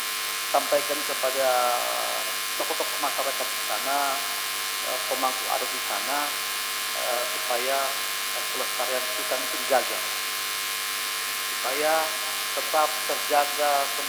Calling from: Palolo, Sigi, Central Sulawesi, Indonesia; saya mencintai akan daerah saya di Fiji, karena saya orang Fiji, orang Palolo saya.

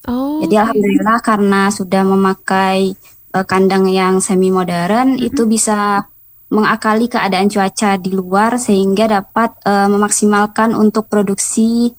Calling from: West Sumatra, Indonesia

